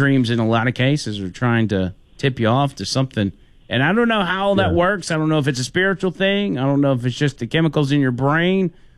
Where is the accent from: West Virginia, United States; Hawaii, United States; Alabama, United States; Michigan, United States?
Alabama, United States; Remlap; my hometown of Rimlap, Alabama